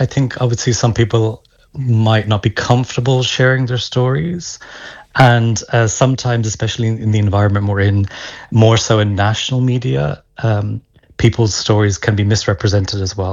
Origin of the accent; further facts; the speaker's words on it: Connacht, Ireland; So I grew up in Mayo. I'm 40 now.